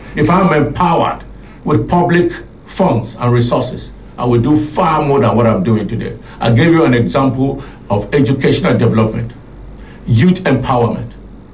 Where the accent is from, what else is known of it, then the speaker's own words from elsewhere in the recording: Benue, Nigeria; I am from Bandika.